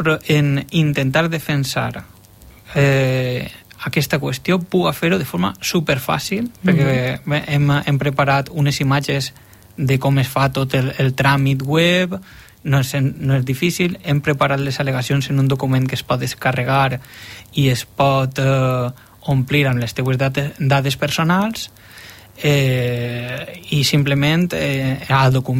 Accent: Gandia, Valencian Community, Spain

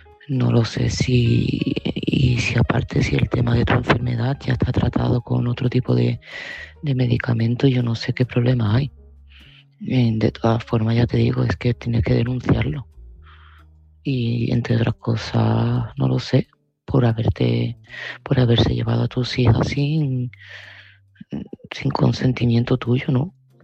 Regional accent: Seville, Andalusia, Spain; de Sevilla y este mensaje va para Ana.

